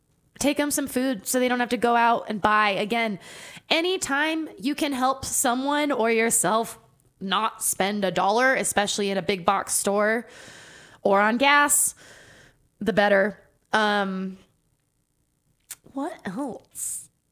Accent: Santa Fe, New Mexico, United States; in my hometown

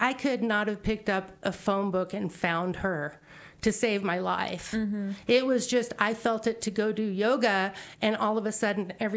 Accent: New Mexico, United States; moved away; And I'm from New Mexico.

